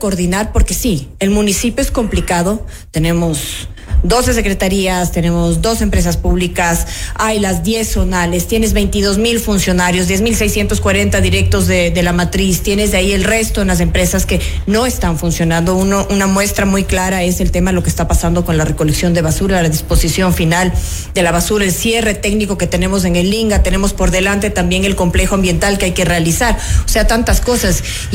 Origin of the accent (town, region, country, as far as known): Quito, Pichincha, Ecuador